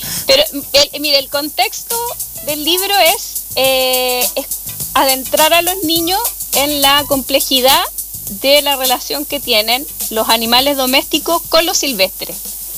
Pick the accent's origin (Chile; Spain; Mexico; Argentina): Chile; Santiago, Santiago Metropolitan Region; moved away as an adult; now in Cochrane, Chile; cuando yo nací y criaba en Santiago, llegué hace como 15 años acá a Cochrane